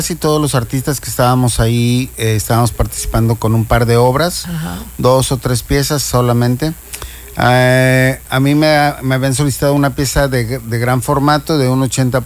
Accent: Guadalajara, Jalisco, Mexico; moved away as an adult; now in Cancún, Mexico; soy arquitecto, okay, en el Centro Universitario de Arte, Arquitectura y Diseño de la Universidad de Guadalajara, de donde soy originario.

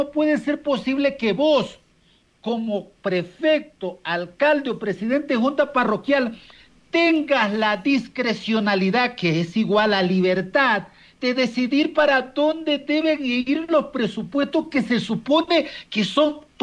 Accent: Chone, Manabí, Ecuador; mi pueblo, de Chone

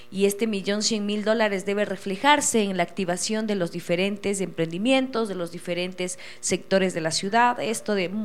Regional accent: Riobamba, Chimborazo, Ecuador; quienes somos de Riobamba, pues, o quienes hemos estado en toda nuestra vida en Riobamba

